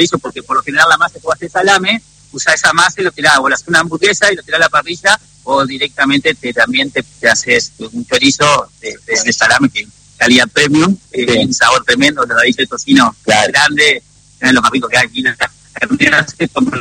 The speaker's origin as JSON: {"language": "Spanish", "town": "Viale", "region": "Entre Ríos", "country": "Argentina", "tie": "born there", "said": "Claro, yo estoy acá a 50 kilómetros, donde nací en Viale, tengo un pequeño lugar donde procesamos la carne."}